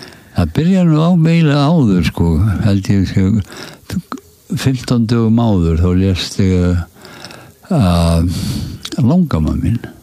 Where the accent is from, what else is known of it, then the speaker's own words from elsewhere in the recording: Northeastern Region, Iceland; born there; þá gerist það nú á bóndabæ fyrir norðan Melrakkasléttu fættist þar